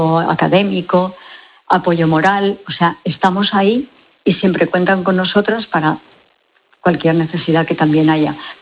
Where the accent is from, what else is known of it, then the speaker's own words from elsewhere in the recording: Bañares, La Rioja, Spain; now in El Salvador; Pues una de Logroño, como soy yo, soy de Bañares, ¿eh?